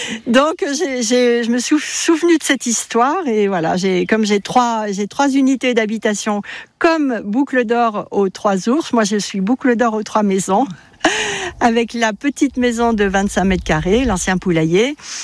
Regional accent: Paris, Île-de-France, France; moved away as an adult; quand j'étais petite, j'habitais à Paris

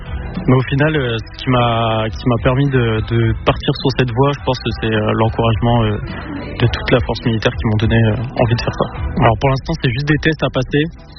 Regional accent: Lille, Hauts-de-France, France; j'ai 21 ans, je suis de Lille

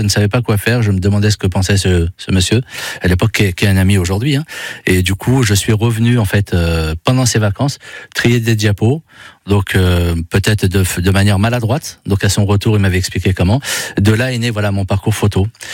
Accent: Île-de-France, France; now in Alès, France; dans le 93, là où j'ai grandi.

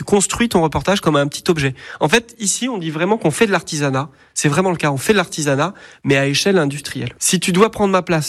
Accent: Magné, Nouvelle-Aquitaine, France; moved away; also born or lived in Niort; je suis de Niort, je suis né à Niort et j'ai grandi à Magné, dans le Marais Poitevin.

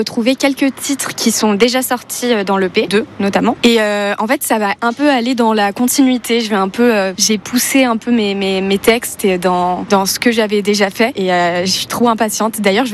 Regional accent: Lyon, Auvergne-Rhône-Alpes, France; je suis lyonnaise moi.

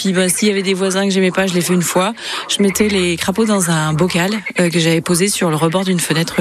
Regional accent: Fouesnant, Brittany, France; j'ai réalisé effectivement que je suis bretonne.

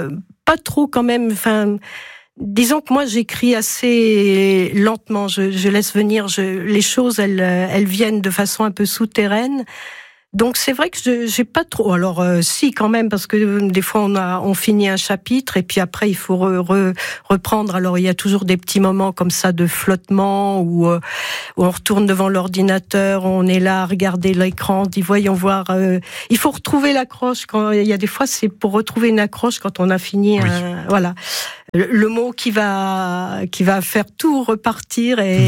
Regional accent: Auvergne-Rhône-Alpes, France; now in Puy-de-Dôme, France; les paysages, soit du Bourbonnais dont je suis originaire, soit les paysages du Puy-de-Dôme où je vis maintenant

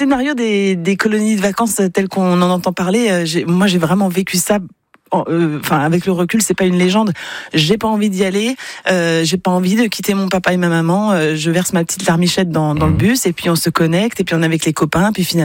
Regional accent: France; born there; also born or lived in Le Creusot, Burgundy; quand j'arrive à Sarenfel, enfant, on vit dans une maison, avec un grand jardin. Mes parents sont locataires de cette maison. Ouais. On a des voisins au-dessus, on habite au rez-de-chaussée.

